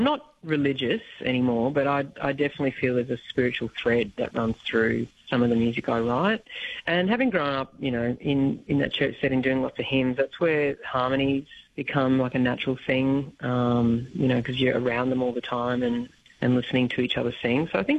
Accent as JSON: {"language": "English", "region": "Queensland", "country": "Australia", "tie": "born or raised there", "said": "I grew up in North Queensland, and I grew up in a church setting."}